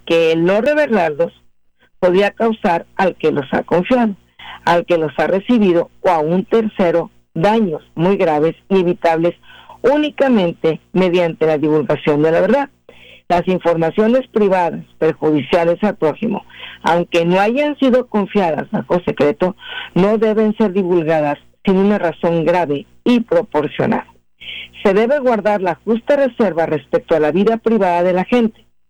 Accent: Mexico City, Mexico; Yo nací en la Ciudad de México, orgullosamente soy chilanga.

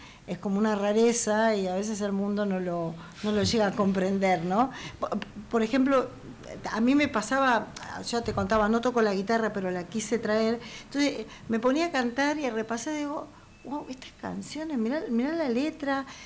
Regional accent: La Plata, Buenos Aires Province, Argentina; now in Buenos Aires, Argentina; yo soy de La Plata, vine a Buenos Aires en el 88 más o menos, me vine para acá a razón de haber participado en un cosquín

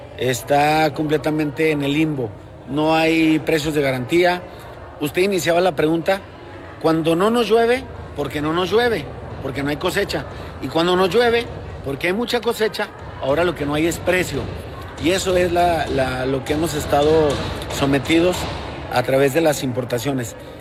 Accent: Mexico; el rescate de la duranguinidad y por supuesto nuestra esencia como mexicanos.

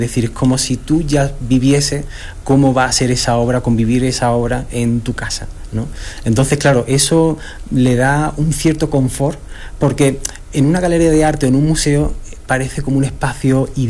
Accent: Málaga, Andalusia, Spain; now in Mexico

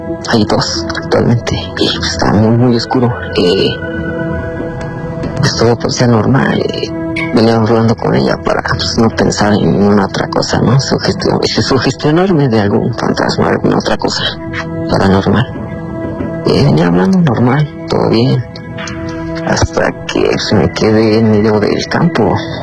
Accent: Toluca, State of Mexico, Mexico; Soy de Toluca y no daré muchos detalles donde ocurre esto, pero pues esto me sucedió hace 2 años.

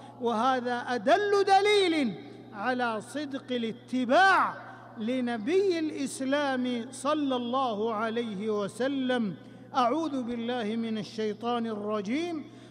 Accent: Saudi Arabia; ونحمد الله تبارك وتعالى أن جعل بلادنا المملكة العربية السعودية للتوحيد دارا وللسنة منارا وقرارا

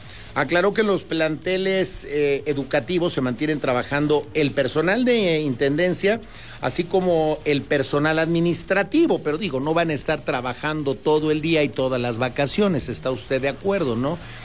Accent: Mexico; soy orgullosamente mexicano

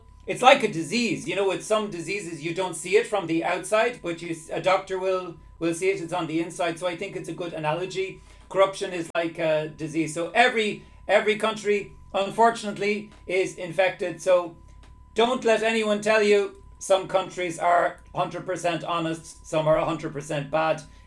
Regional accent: Ireland; I'm from Ireland

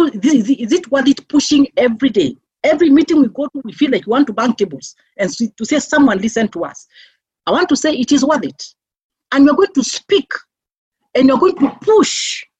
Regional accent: Meru, Meru County, Kenya; English is a second language; I grew up a country in Meru. And would go to the river sometimes

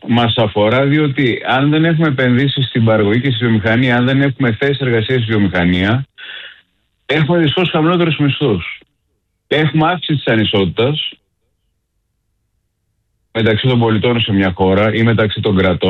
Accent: Greece

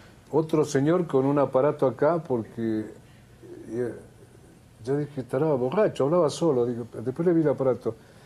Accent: Argentina; moved away as an adult; Yo no me quedé nunca en un lugar. Pero primero yo no salí como exiliado de Argentina, yo salí a conocer el mundo.

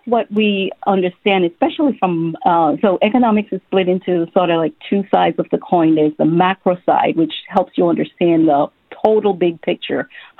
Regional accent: Belize; moved away as an adult; also born or lived in New Jersey / New York / Washington, D.C.; now in Atlanta, United States; I was born in Belize, Central America, and just had the fortunate time of spending some time there in the last couple of weeks. So grew up in Belize all the way through high school and then came to the United States to attend college.

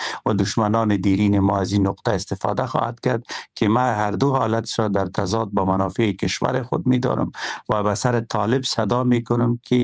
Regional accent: Pashtun areas, Afghanistan; من خودم یک پشتون هستم

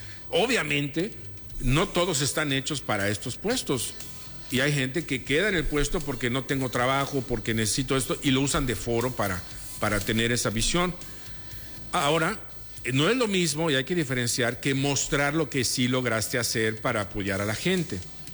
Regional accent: Mexico

